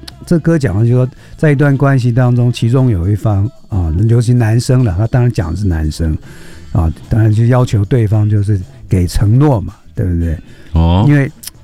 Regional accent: China; 就像我们中国人就、不太善于表达爱意，

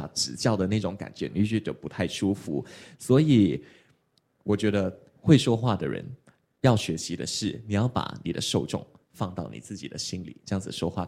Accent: Malaysia; accent: Malaysian; 但在马来西亚可能就不会。所以我刚开始当新闻主播的时候，为了避免把我自己的一些乡音给带上节目

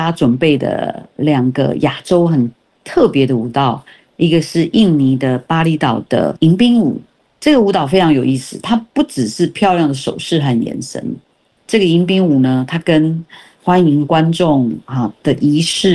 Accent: Taiwan; 我们一个台湾人

